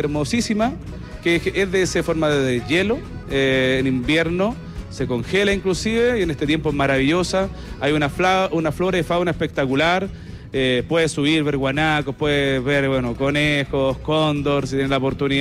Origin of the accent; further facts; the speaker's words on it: San Esteban, Valparaíso, Chile; Mi abuelo, nosotros somos de Campo de Ahumada, sector bajo de la comuna de San Esteban. De ahí es mi familia, gente de trabajo, de la tierra.